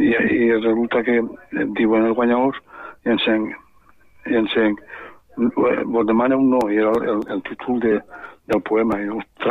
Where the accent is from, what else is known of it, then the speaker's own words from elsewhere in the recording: La Font de la Figuera, Valencian Community, Spain; perquè jo vaig néixer en Font la Figuera